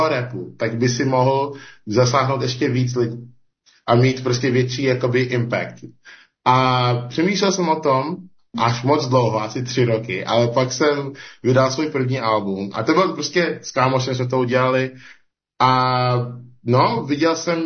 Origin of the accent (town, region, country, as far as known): Nigeria; Czech is a second language; now in Czech Republic